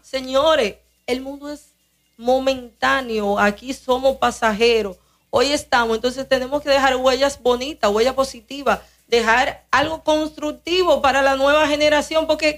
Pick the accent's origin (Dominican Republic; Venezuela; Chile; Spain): Dominican Republic; somos dominicanos